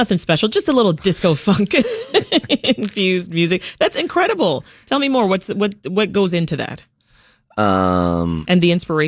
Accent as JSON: {"language": "English", "town": "Chicago", "region": "Illinois", "country": "United States", "said": "just as a Chicagoan, a Chicago creative, a Chicago artist"}